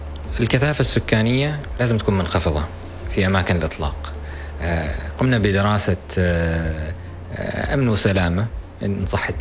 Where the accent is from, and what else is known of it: Oman